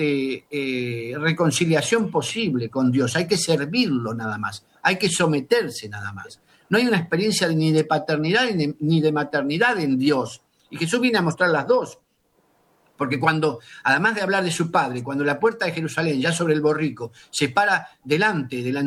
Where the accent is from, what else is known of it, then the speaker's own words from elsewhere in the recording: Argentina; yo que vengo de la Argentina